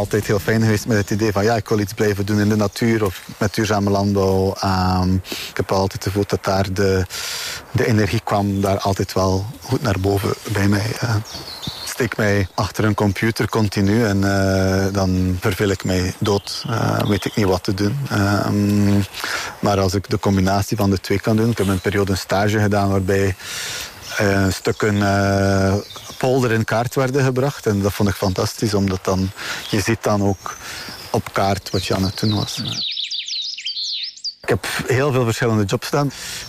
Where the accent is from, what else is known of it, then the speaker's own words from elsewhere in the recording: Flanders, Belgium; accent: West Flemish; nu toch al 36 jaar. Ik kom uit West-Vlaanderen, zoals je misschien wel kan horen tijdens het gesprek. Ik ben opgegroeid in een familie die vrij natuurgericht bezig was altijd.